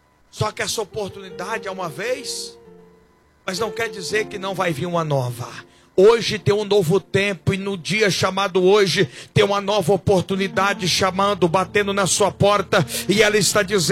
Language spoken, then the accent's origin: Portuguese; Goiás, Brazil; Sou do Goiás, é doido.